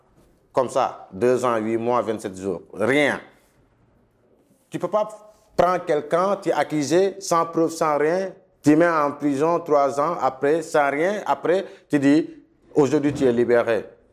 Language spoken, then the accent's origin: French; Senegal; now in Italy; moi je suis sénégalais.